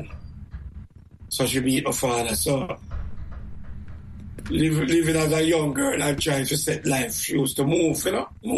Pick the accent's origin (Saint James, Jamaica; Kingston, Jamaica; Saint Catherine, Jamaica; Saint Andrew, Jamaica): Kingston, Jamaica; about downtown Kingston. Matthews Lane, to be exact. Well, I was living in Rum Lane.